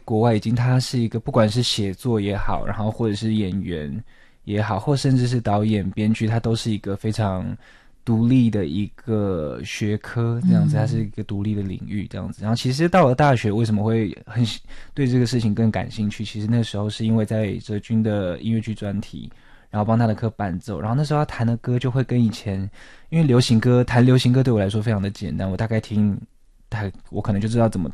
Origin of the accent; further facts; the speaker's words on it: Taiwan; 比如说我是台湾人